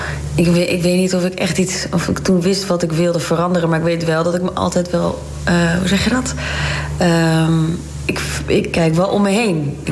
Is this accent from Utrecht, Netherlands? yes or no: no; Leiden, South Holland, Netherlands; ik ben in Leiden geboren. Ja. En getogen